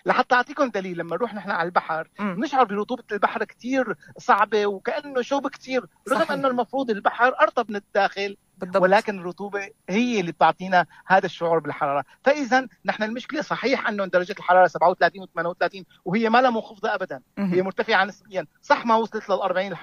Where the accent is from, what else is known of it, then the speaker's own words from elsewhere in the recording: Syria; الصيف الأساسي عندنا بسوريا